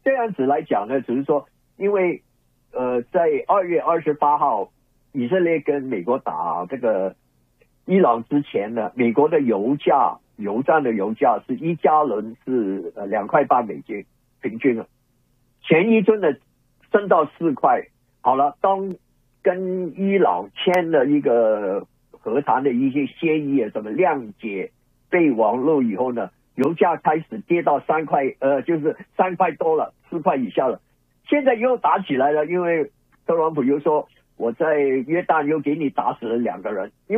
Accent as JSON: {"language": "Chinese", "country": "Canada", "said": "我们加拿大人"}